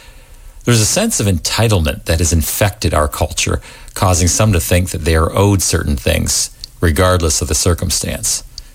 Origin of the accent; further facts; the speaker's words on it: Windsor, Ontario, Canada; I grew up in Windsor in a home where my parents both modeled and taught a strong work ethic.